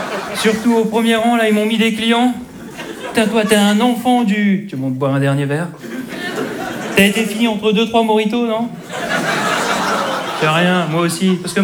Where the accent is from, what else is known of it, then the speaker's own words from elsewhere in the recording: Hauts-de-France, France; Bonsoir à tous, je me présente … je suis un ch'ti.